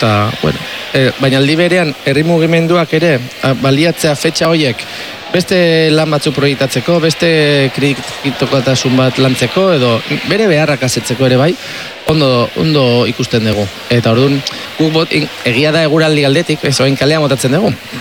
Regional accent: San Sebastián, Basque Country, Spain; ni Donostiarra naiz

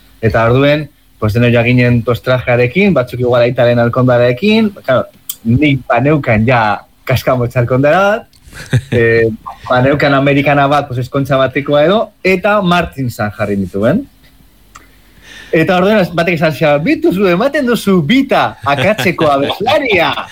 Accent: Lemoa, Basque Country, Spain; nire herria lemoan

